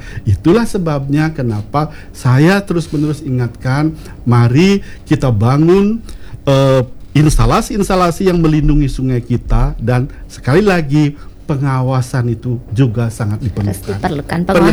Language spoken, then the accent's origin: Indonesian; Bali, Indonesia; Kita orang Bali